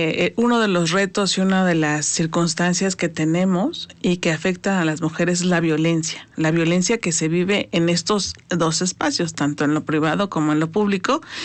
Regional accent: Mexico; born there; yo, que ya tengo más de 50 años, nací sin que en México estuviera el derecho a la igualdad entre hombres y mujeres.

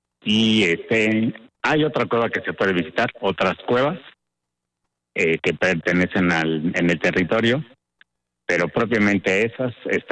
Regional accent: Tepetlaoxtoc, State of Mexico, Mexico

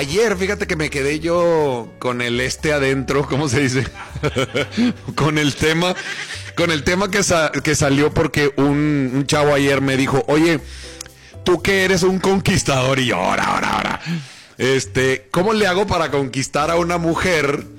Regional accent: Mexico; Obviamente una pareja tradicional, como somos los mexicanos

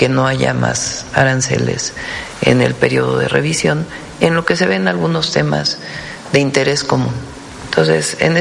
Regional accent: Mexico; nosotros nos interesa México, porque somos mexicanos y porque soy la presidenta de México.

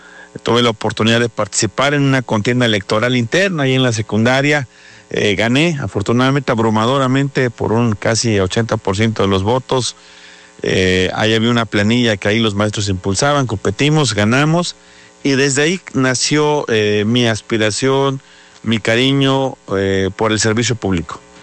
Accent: Puebla, Mexico; also born or lived in Quecholac, Puebla; Soy no tan joven, 39 años acabo de cumplir, nacido aquí en la ciudad de Puebla, registrado en la Junta Auxiliar de San Baltasar, Campeche. Aquí mis padres se conocieron, aquí mis padres hicieron una gran familia.

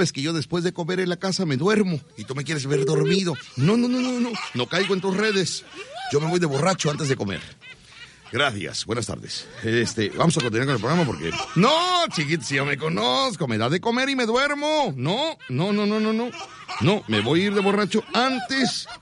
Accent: Veracruz, Mexico; Pero yo soy de aquí, de Veracruz. Somos de Veracruz, ¿verdad?

